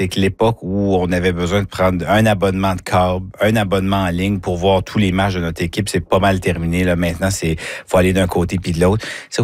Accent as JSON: {"language": "French", "region": "New Brunswick", "country": "Canada", "said": "chez nous au Nouveau-Brunswick."}